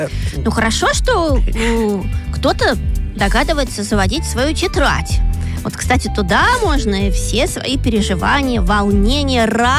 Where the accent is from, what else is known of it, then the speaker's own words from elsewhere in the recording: Voronezh, Voronezh Oblast, Russia; я из Воронежа.